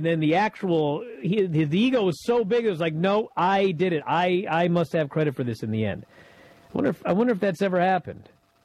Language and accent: English; Washington, United States; in my home state. In Auburn